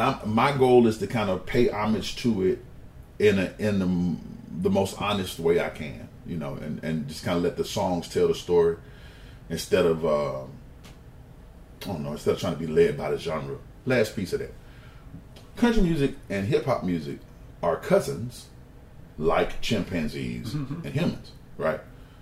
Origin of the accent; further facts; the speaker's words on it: Birmingham, Alabama, United States; I'm from Birmingham, right? A lot of people go, oh, that's not the country.